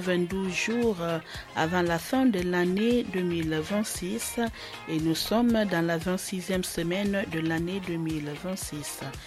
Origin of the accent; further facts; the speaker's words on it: Guinea; chez nous en Guinée